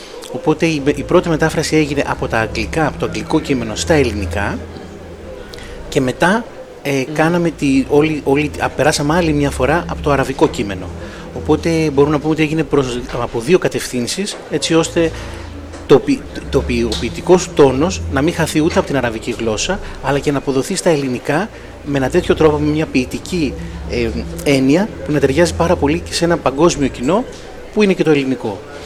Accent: Greece; Τώρα θα μιλήσω ως Έλληνας, όχι ποιητής, ως Έλληνας πολίτης που βλέπουμε από μακριά όλα αυτά που γίνονται.

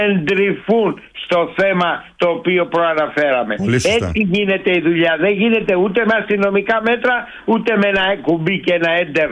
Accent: Chios, North Aegean, Greece; Ηχείος είναι η πατρίδα μου.

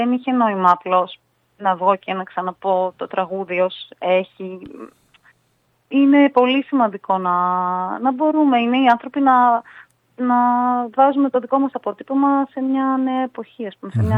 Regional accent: Thessaloniki, Central Macedonia, Greece; Γεννήθηκα και μεγάλωσα στη Θεσσαλονίκη.

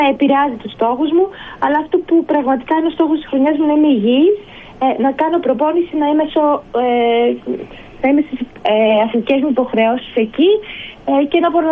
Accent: Ioannina, Epirus, Greece; moved away as an adult; now in Athens, Greece; επειδή είχα μείνει στα Γιάννενα στην πόλη μου

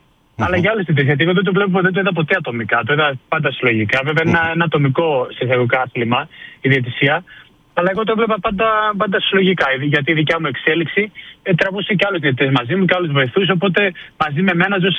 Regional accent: Greece

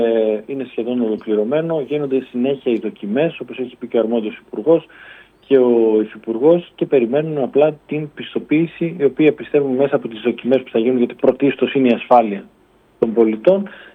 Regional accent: Thessaloniki, Central Macedonia, Greece; είμαι 36 χρονών και μεγάλωσα σε μια πόλη με λαμαρίνες

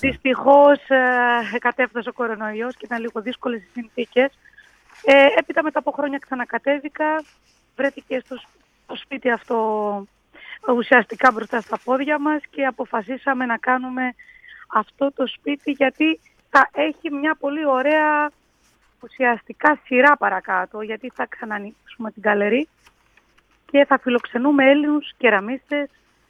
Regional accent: Central Macedonia, Greece; είμαι χαλκιδικιώτησα, είμαι από τη Χαλκιδική κεραμίστρια, ζω και εργάζομαι στη Χαλκιδική

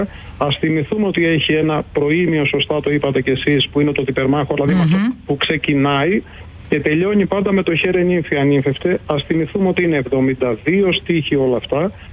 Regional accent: Crete, Greece; στη Τρίπολη, που είναι η πατρίδα μου, εντάξει, στην Κρήτη.

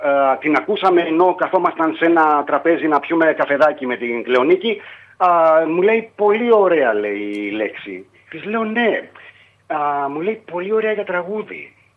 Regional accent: Komotini, Eastern Macedonia and Thrace, Greece; εγώ είμαι και κατάγομαι και από την Κομοτηνή. Έχω γεννηθεί στην Κομοτηνή

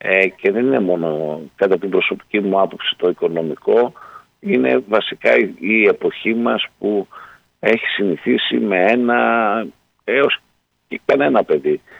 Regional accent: Greece; σαν Έλληνες

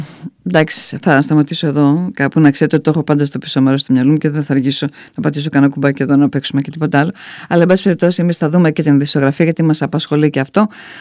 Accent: Greece; ως Έλληνες και γαλουχημένοι μέσα στην ελληνική οικογένεια και κοινωνία

